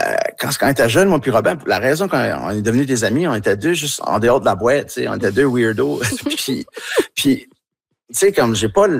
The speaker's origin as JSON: {"language": "French", "town": "Tracadie", "region": "New Brunswick", "country": "Canada", "accent": "Tracadie", "said": "quand je suis avec eux autres, je parle avec mon accent tracadie un peu plus, puis je me laisse aller"}